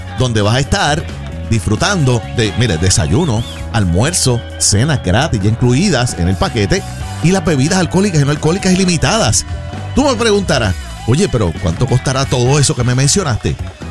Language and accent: Spanish; Puerto Rico; nosotros somos medios americanos aquí en Puerto Rico.